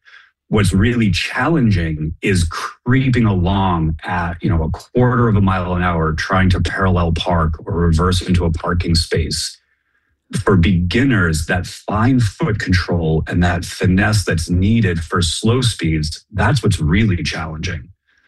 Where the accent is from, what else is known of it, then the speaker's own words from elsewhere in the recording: Boston, Massachusetts, United States; moved away; I'm from Boston originally.